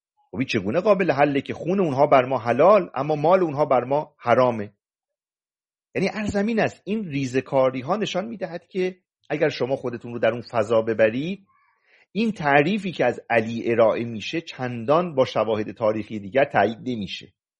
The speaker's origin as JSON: {"language": "Persian", "region": "Mazandaran", "country": "Iran"}